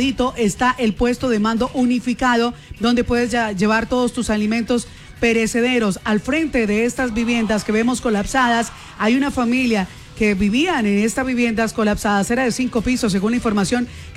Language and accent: Spanish; Cali, Valle del Cauca, Colombia; La solidaridad nuestra es lo que más nos caracteriza como caleños.